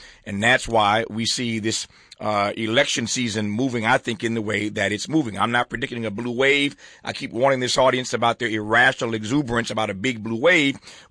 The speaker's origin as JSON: {"language": "English", "region": "California", "country": "United States", "said": "as a Californian, everything is too expensive out here."}